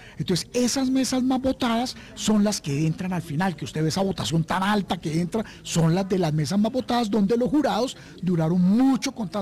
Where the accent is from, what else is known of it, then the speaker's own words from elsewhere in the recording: Colombia; Somos nosotros los colombianos, por favor.